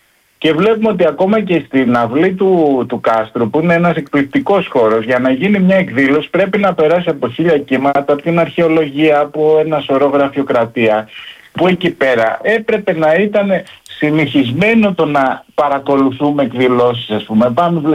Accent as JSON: {"language": "Greek", "town": "Rhodes", "region": "South Aegean", "country": "Greece", "said": "Ως ροδίτης."}